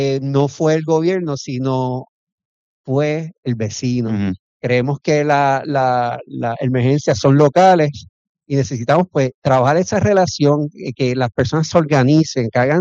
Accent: Puerto Rico; Y tenemos, como puertorriqueños, y me incluyo, tenemos esta memoria a corto, ¿verdad?

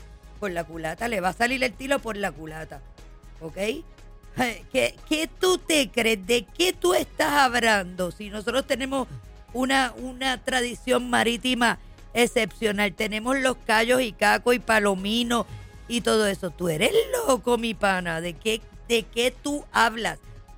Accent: Fajardo, Puerto Rico; nosotros somos cariduros. Y lo llevamos con orgullo. Y para tu información, por donde sale el sol, oye, es por Fajardo.

